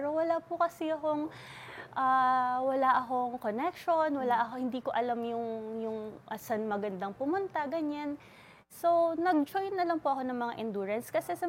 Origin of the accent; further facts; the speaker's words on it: Bicol Region, Philippines; I was born and raised in Catanduanes, and ang weird ng feeling na para akong naging banyaga sa sarili kong lugar.